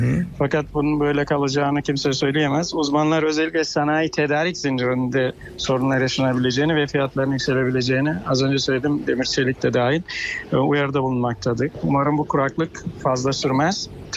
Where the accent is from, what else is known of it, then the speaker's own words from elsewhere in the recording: Çukurova, Turkey; also born or lived in Tarsus; Yani ben Tarsus doğumluyum. Çukurova'da büyüdüm.